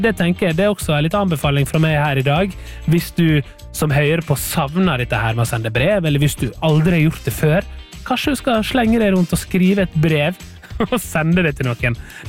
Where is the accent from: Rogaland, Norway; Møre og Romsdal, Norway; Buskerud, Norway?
Møre og Romsdal, Norway; Jeg var på besøk med fedrene sine som jobbet da, hjemme på Sunnmøre, og der kom på besøk på sommeren.